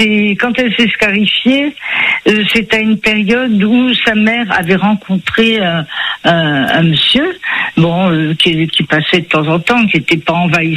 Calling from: Saint-Raphaël, Provence-Alpes-Côte d'Azur, France; Moi, je suis je suis à Saint-Raphaël.

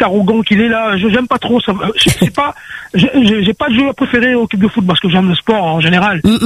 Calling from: Réunion, France; J'habite à la Réunion, d'accord. Je suis rayonnais, mais avant tout, je suis rayonnais français.

